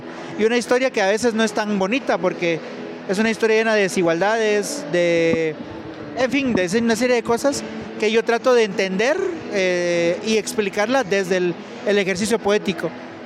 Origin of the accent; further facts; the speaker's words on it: Quetzaltenango, Guatemala; yo soy de Xela